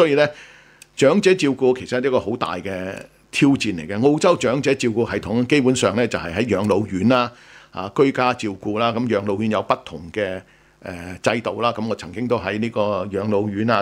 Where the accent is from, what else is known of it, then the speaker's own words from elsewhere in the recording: China; 我哋中國人或者甚至有啲嘅民族，好似意大利啊、希臘啊。